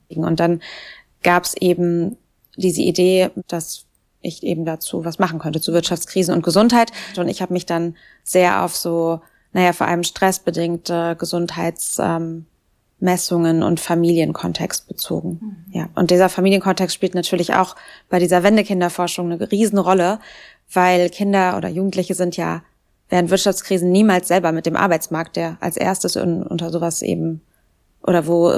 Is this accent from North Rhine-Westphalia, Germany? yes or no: yes; North Rhine-Westphalia, Germany; now in Berlin, Germany; Also, ich komme eigentlich aus Westdeutschland, aus Nordrhein-Westfalen, um genau zu sein, und aus einer mittelgroßen Stadt in der Nähe vom Ruhrgebiet. Es herrscht eher viel Armut dort.